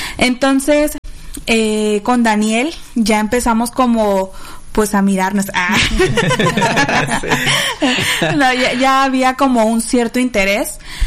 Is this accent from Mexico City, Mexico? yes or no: no; Veracruz, Mexico; moved away as an adult; Yo soy de Veracruz, entonces me vine a estudiar acá.